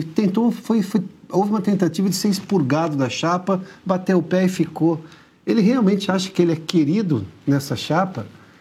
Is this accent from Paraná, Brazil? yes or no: no; São Paulo, Brazil; como paulista e como jornalista aqui no Estado